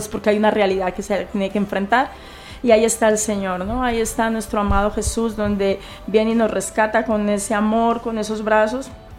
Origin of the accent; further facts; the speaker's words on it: Armenia, Quindío, Colombia; la ciudad de donde yo vengo, de donde yo soy, le llaman la ciudad del milagro. Armenia, uh-huh, le dicen en Colombia la ciudad del milagro